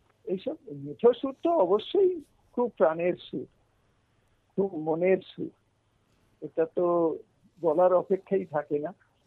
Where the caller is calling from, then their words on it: Siliguri, West Bengal, India; আমি শিলিগুড়ি বাগাজোটিং পার্ক থেকে